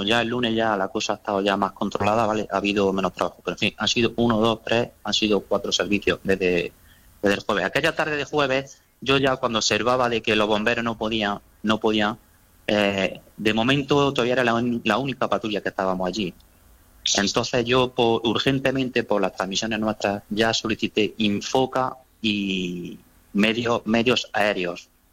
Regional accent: Úbeda, Andalusia, Spain; Yo soy de Úbeda, me he criado en Úbeda, me fui de Úbeda a los 20 años

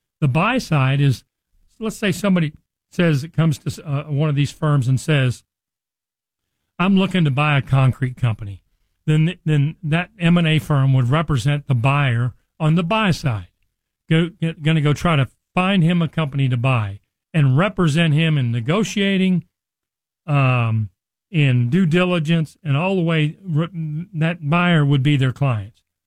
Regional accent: Richardson, Texas, United States; also born or lived in Nebraska; I grew up in Dallas. I've been here almost my entire life. I was born in Nebraska, but as a very young boy, my mom and dad moved us down from Nebraska to Dallas. I grew up in Richardson

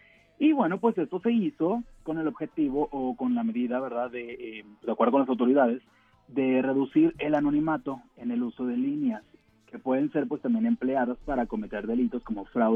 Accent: Mexico; como buen mexicano lo voy a estar haciendo

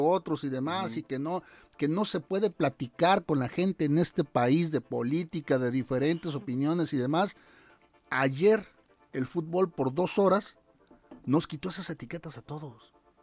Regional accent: Mexico; así somos los mexicanos

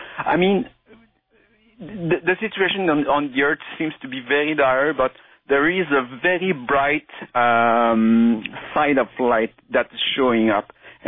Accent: Quebec, Canada; accent: French; English is a second language; For my French accent. I'm from Quebec.

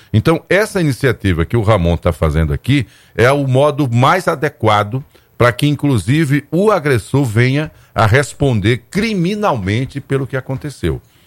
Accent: Alagoas, Brazil; eu tenho 54 anos, né, fazer 54, e eu cresci na Jatiúca

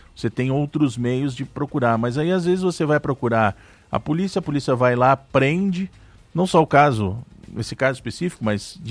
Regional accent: Rio Grande do Sul, Brazil; lá no meu estado, Cláudio, no Rio Grande do Sul

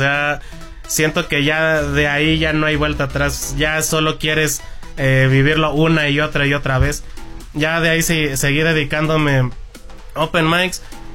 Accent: Michoacán, Mexico; moved away as an adult; now in Mexico City, Mexico; llegué a la ciudad, soy de Michoacán, primero que nada. Arriba Michoacán.

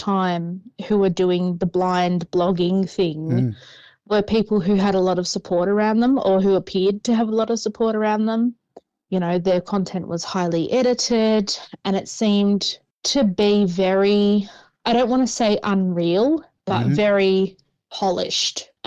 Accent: Kyneton, Victoria, Australia; moved away as an adult; also born or lived in Mildura; my hometown of Kyneton, where I had grown up.

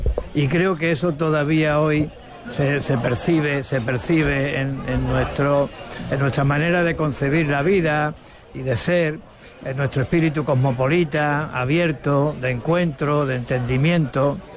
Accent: Ceuta, Spain; Claro, es que venimos de África, pero sin dejar de ser rocieros y sin dejar de ser España. Ceuta es una prolongación de España y de Andalucía al otro lado del estrecho

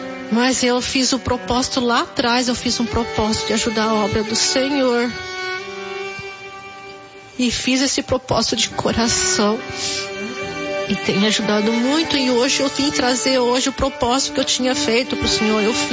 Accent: Joinville, Santa Catarina, Brazil; eu sou de Joinville, Santa Catarina.

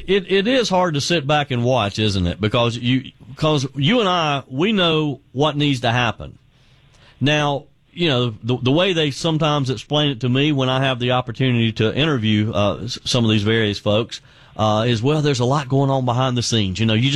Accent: Greenville, South Carolina, United States; moved away; my hometown area of Greenville, South Carolina

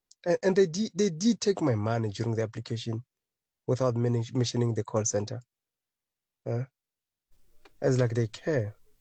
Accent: Guyana; Except me, I'm coming from Guyana.

